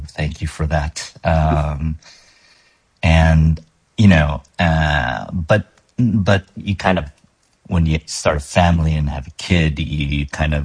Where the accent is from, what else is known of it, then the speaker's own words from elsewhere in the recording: New Jersey, United States; I'm commuting in from Jersey. So I was born and raised in Jersey.